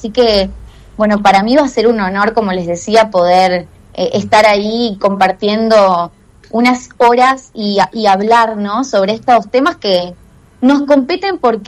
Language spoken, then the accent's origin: Spanish; Ceres, Santa Fe, Argentina; now in Buenos Aires, Argentina; yo soy santafesina, soy de Ceres, del norte de la provincia. Pero bueno, ya hace unos años viviendo en Buenos Aires